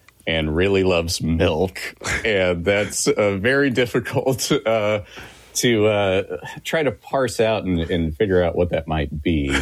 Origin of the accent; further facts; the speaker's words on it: Florida, United States; now in Columbia, United States; Well, I grew up in the South, or at least what I assume is the South. I grew up in Florida.